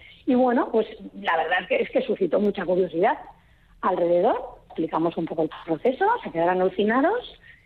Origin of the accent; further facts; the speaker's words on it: Errenteria, Basque Country, Spain; yo soy de Rentería